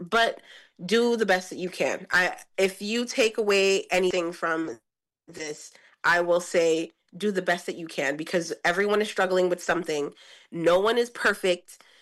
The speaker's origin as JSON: {"language": "English", "town": "New York City", "region": "New York", "country": "United States", "moved": "as an adult", "lives_now": "New Jersey, United States", "said": "I'm in New Jersey, but I am from Brooklyn. I'm a New Yorker. And I moved into New Jersey after COVID, actually."}